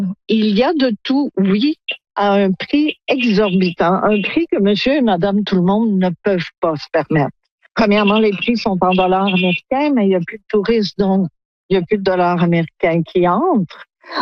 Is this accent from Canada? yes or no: yes; Quebec, Canada; moved away as an adult; now in Cuba; je suis québécoise et que je suis ici depuis 15 ans